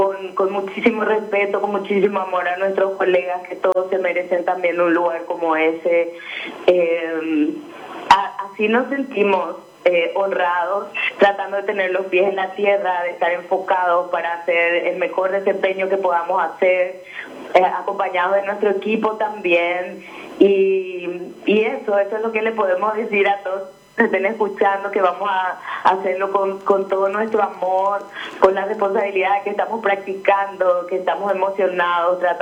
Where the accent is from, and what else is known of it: Paraguay